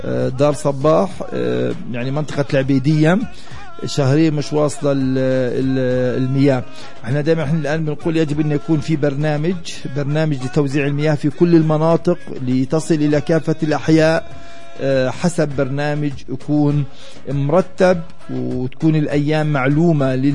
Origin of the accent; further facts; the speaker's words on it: Palestine; عندنا في فلسطين